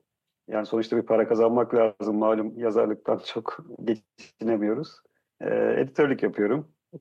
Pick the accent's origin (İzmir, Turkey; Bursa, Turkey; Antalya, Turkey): İzmir, Turkey; Biz İzmirliyiz. İzmir'de doğdum. İlkokulu da burada okudum.